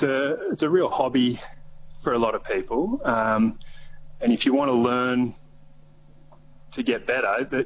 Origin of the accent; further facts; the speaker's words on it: Portland, Victoria, Australia; now in Warragul, Australia; But I grew up in the country and I always wanted to get back. I grew up in Portland and I missed that sort of country town life.